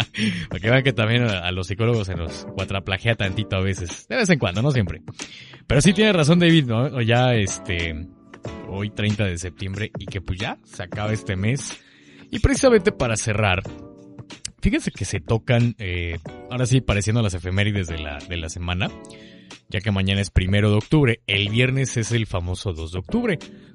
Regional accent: Mexico

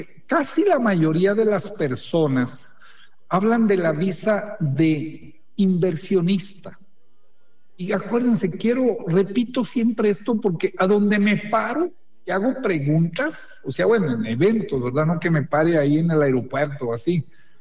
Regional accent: Mexico; hay que ir a demostrar que somos los mexicanos, ¿verdad?

